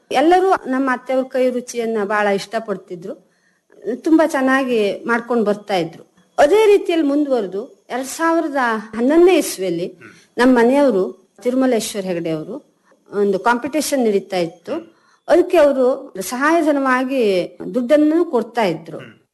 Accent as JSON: {"language": "Kannada", "region": "Karnataka", "country": "India", "said": "ನಾವು ಮಲೆನಾಡಿನವರು ಅಂತ ಗೊತ್ತಾದಾಗ"}